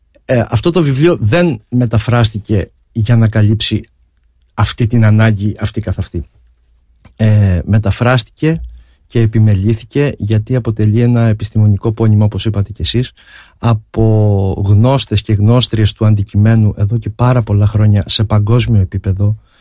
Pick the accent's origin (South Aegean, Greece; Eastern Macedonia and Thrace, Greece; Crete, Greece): Crete, Greece; Ierapetra; σε μια πόλη όπως είναι η πόλη μου Ιεράπετρα, στην άλλη άκρη της Ελλάδας, στην άλλη άκρη της χώρας.